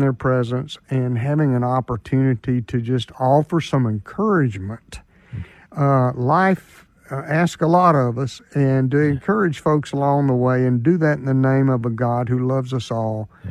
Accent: Griffin, Georgia, United States; moved away; Going back to my hometown, not too distant down from now, Griffin, Georgia

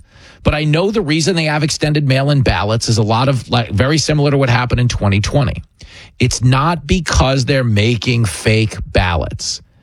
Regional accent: East Coast, United States; And I grew up on the East Coast watching it on TV.

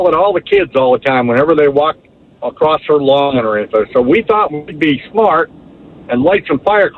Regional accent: Lexington, Massachusetts, United States; I grew up in Lexington, Massachusetts.

